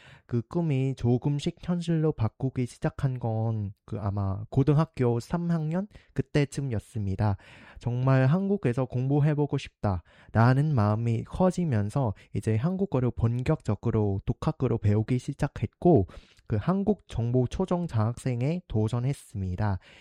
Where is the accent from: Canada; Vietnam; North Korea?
Vietnam; Korean is a second language; moved away as an adult; now in South Korea; 저는 베트남에서 온